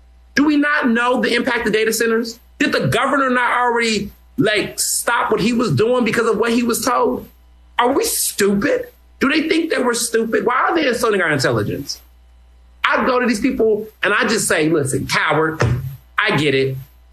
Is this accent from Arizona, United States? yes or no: no; Houston, Texas, United States; also born or lived in Chicago; now in Philadelphia, United States; I was born in Chicago. I grew up in Houston.